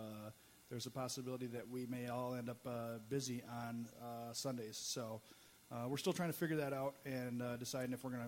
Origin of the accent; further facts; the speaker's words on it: Midwest, United States; We're from the Midwest. We don't have accents.